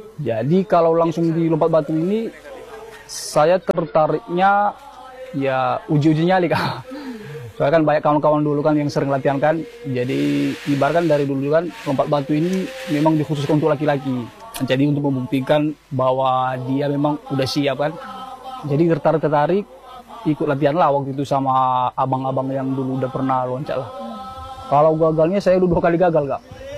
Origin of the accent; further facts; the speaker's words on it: Bawomataluo, North Sumatra, Indonesia; saya asal Desa Bahumatalu, saya salah satu pelompat dari Desa Bahumatalu ini.